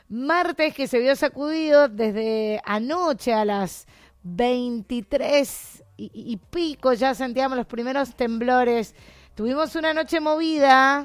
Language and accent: Spanish; Mendoza, Argentina; ¿Sabemos cómo actuar como mendocinos?